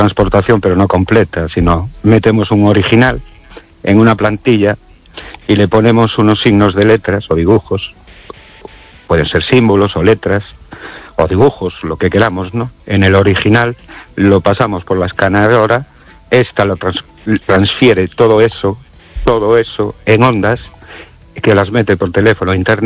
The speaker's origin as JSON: {"language": "Spanish", "town": "Brens", "region": "Galicia", "country": "Spain", "said": "Buenas noches, Esther y oyentes … de Brens."}